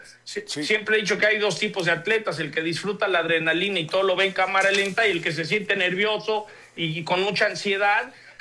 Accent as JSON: {"language": "Spanish", "country": "Mexico", "said": "estos somos los mexicanos"}